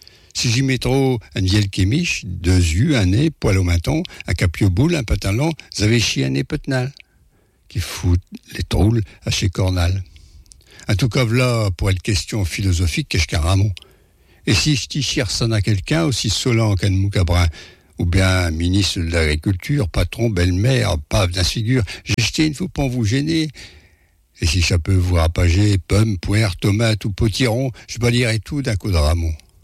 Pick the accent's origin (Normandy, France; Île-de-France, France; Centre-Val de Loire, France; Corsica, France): Île-de-France, France; Paris; je ne viens pas des Amériques, je viens plutôt de Paris